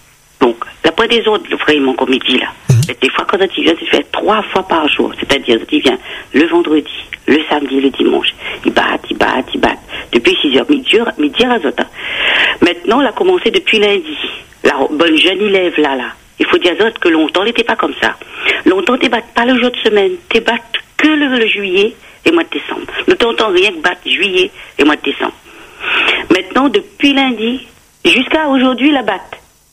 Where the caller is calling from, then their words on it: Réunion; en tant que réunionnais